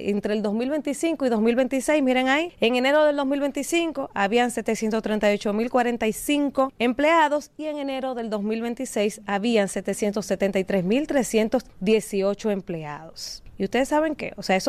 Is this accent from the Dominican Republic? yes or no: yes; Dominican Republic; yo como ciudadana, como dominicana, como clase media